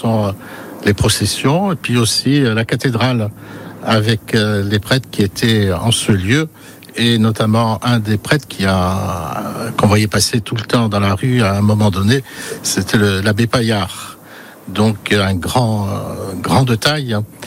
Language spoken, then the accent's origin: French; Ajaccio, Corsica, France; born there; quand nous avons déménagé pour la cité des Cannes, il y avait à côté l'église